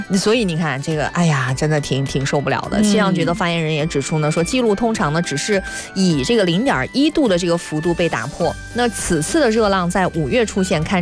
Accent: Northwest China, China; born there; moved away; 我们老家西北

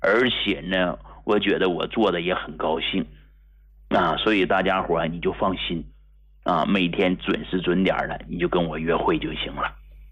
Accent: Hegang, Heilongjiang, China; 我是从农村走出来的中医大夫，一个土生土长的农民的儿子，啊，从黑龙江鹤岗农村走出来的一个平民医者

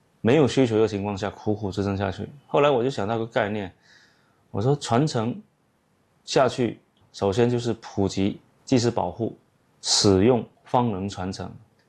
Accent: Fujian, China; 我们闽南的孩子其实从小都是在红砖古厝中长大的，包括中县地，我小时候经常在那边玩，所以每个闽南人的骨子里面都有红砖情节

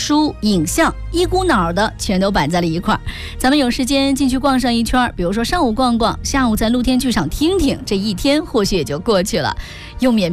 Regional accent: Gansu, China; 作为一个甘肃人

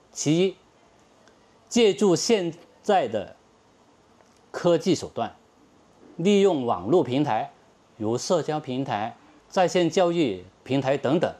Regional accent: China; moved away as an adult; now in Panama; 我出国的时候是86年，当时我是20岁。我们从小在中国长大，受中国的教育。

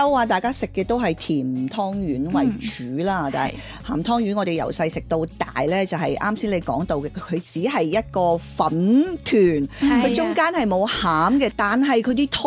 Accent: Taishan, Guangdong, China; born or raised there

